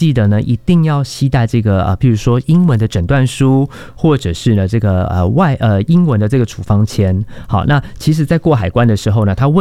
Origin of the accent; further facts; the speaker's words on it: Taiwan; 台湾我们台湾人很多人都会使用中药。